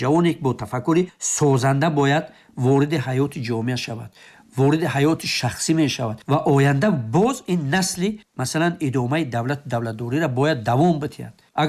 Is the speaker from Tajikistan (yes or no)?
yes; Tajikistan; مثلا من تاجیک تولد شدم، خب کجای بروم اگر من تاجیک هستم؟